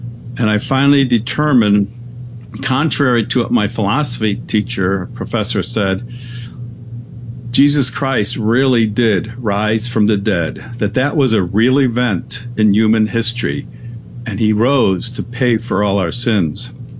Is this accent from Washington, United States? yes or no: no; Chicago, Illinois, United States; also born or lived in Cologne, Germany; I was born in Germany in Cologne, the big cathedral city. But when I was about 2 or 3 months old, I said to my mom, let's go see America. And she wanted to see America too. So my dad took us all, the three of us, immigrated to Chicago.